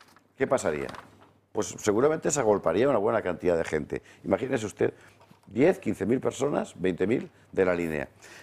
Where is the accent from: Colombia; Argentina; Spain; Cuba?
Spain; somos españoles y cristianos a pesar de todo